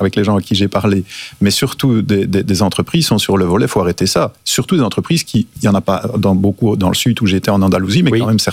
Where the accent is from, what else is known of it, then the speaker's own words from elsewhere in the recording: Belgium; moi je suis belge, je ne suis pas espagnol, mais j'écoute les Espagnols quand j'étais là-bas